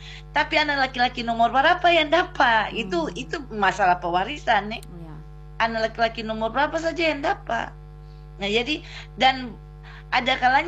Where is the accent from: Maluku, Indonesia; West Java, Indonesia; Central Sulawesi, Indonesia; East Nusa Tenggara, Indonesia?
Maluku, Indonesia; Halong; Beta orang Ambon. Karena beta orang Ambon, beta bicara apa adanya, beta mesti bilang. Beta contoh saja, beta nih lahir besar di Halong.